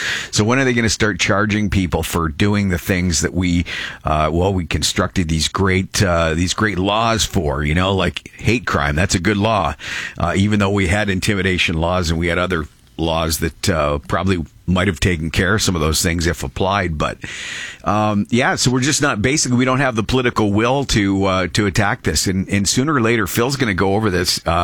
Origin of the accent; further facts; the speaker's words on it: Brantford, Ontario, Canada; also born or lived in Toronto; We're from Brantford, Ontario, so an hour down the road. But I did 10 years in Toronto. I went to college in Toronto.